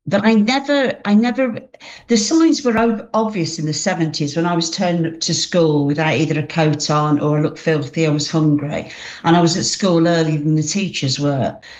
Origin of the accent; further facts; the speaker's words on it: Walsall, West Midlands, United Kingdom; accent: Black Country; now in Hednesford, United Kingdom; So I grew up in Warsaw, which is very much sort of the middle of the Black Country.